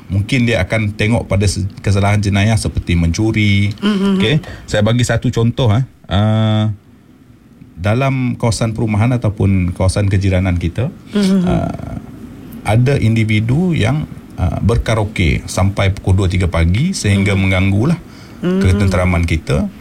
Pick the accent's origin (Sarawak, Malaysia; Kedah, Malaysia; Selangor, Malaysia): Sarawak, Malaysia; Betong; Kami berasal daripada Betong Sarawak lah.